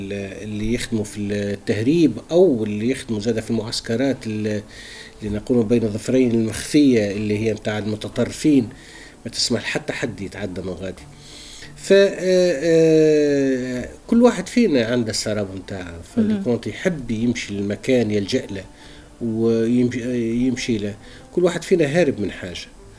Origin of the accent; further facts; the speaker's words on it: southern Tunisia, Tunisia; moved away; أنا من الصحراء وننتمي لها لكن بعدت عليها ونرجع لها